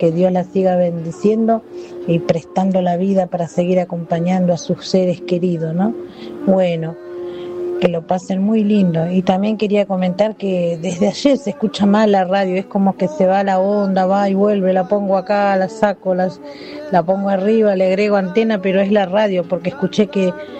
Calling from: Moreno, Buenos Aires Province, Argentina; de Moreno.

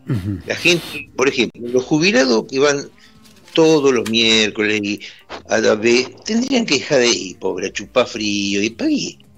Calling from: Rosario, Santa Fe, Argentina; Yo no me gusta el fútbol, y eso que soy rosarino, ¿eh?

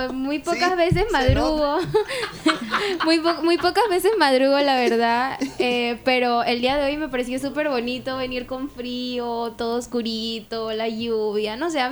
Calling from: Colón, Panama; destacar lo bueno de nuestra provincia

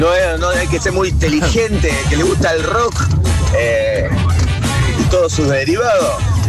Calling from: Villa Gobernador Gálvez, Santa Fe, Argentina; de Villa Diego.

